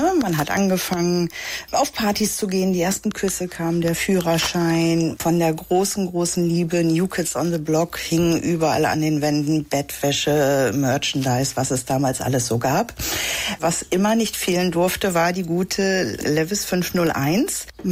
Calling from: Nienburg, Lower Saxony, Germany; ich komme aus Nienburg, bin Jahrgang 79

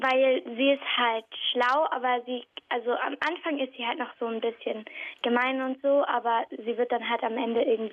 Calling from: Kiel, Schleswig-Holstein, Germany; Ich bin 11 Jahre alt und ich komme aus Kiel

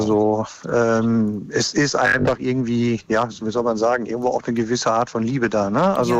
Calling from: North Rhine-Westphalia, Germany; Tatsächlich aus dem Ruhrgebiet. Also wir sind gerade auf dem Weg von Niedersachsen nach Hause.

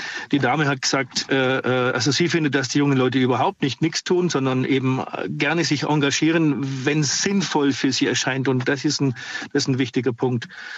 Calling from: Augsburg, Bavaria, Germany; genau, aus Augsburg.

